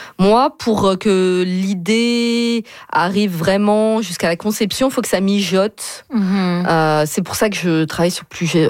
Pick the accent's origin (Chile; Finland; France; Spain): France; en tout cas moi je viens de France. En France, il y a peut-être plus, on dit toujours, il y a le côté organique d'écrire un film.